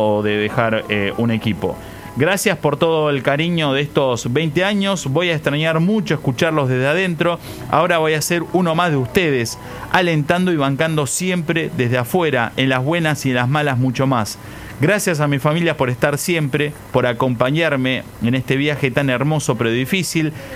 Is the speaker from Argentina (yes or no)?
yes; Argentina; nosotros que somos argentinos